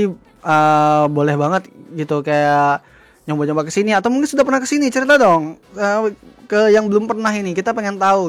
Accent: Kalimantan, Indonesia; Namanya juga kita warga Kalimantan kan

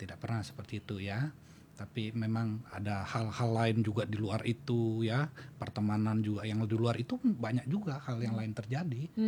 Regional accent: Kalimantan, Indonesia; Karena saya orang Kalimantan, masih ada darah Dayaknya gitu ya.

